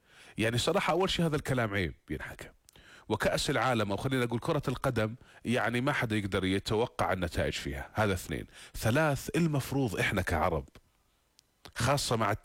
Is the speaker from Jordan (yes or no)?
yes; Jordan; إذا بدحكي عنا كأردنيين